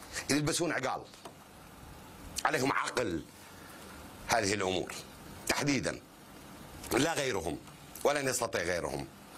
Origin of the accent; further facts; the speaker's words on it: Iraq; مثل الزيدي عندنا بالعراق،